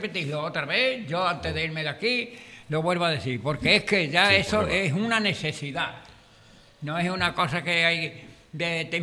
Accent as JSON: {"language": "Spanish", "region": "Andalusia", "country": "Spain", "said": "Yo como andaluz no sabe."}